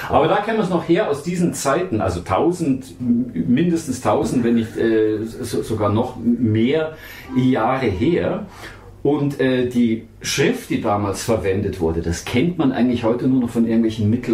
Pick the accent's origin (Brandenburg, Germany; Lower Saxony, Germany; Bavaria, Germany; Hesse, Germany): Bavaria, Germany; Kaltenberg; Ich bin in Kaltenberg aufgewachsen, in Kaltenberg, das Ritterturnier